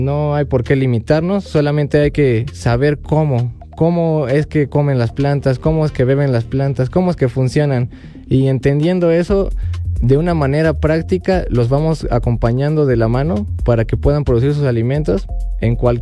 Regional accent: Pachuca, Hidalgo, Mexico; Realmente yo soy de Pachuca y ahí tenemos su casa de ustedes.

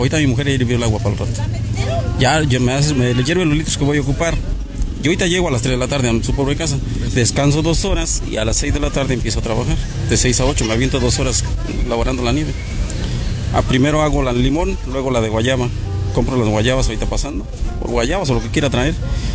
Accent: Mexico; also born or lived in Mexico City; now in Buenavista, Mexico; De Santiago, Tututupé. No, es que ahorita vivo en Buenavista.

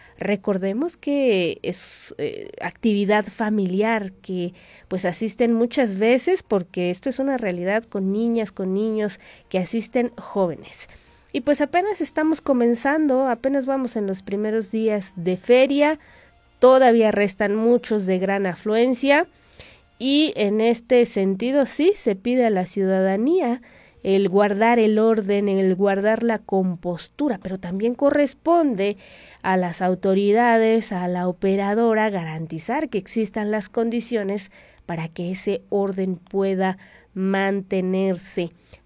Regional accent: San Agustín Tlaxiaca, Hidalgo, Mexico; now in Pachuca, Mexico; mi municipio de origen es un pues gran, que podríamos decir, exportador de esta materia prima, el maíz.

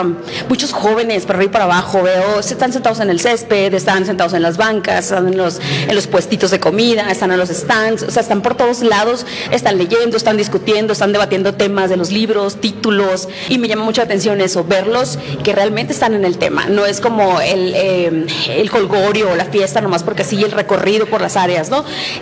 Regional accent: Hermosillo, Sonora, Mexico

